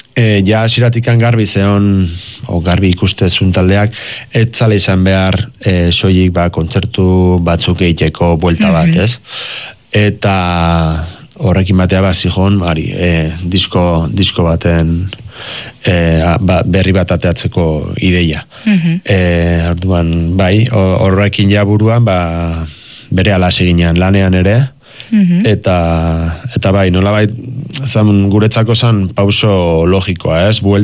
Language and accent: Basque; Legazpi, Basque Country, Spain; porque ni Leazpikoa naiz